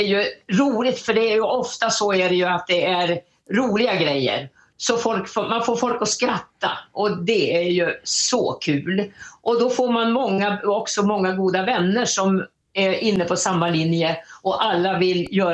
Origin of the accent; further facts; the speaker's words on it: Stockholm, Stockholm County, Sweden; Jag växte upp i Stockholm. Så jag hamnade på en teaterskola redan som 3,5-åring.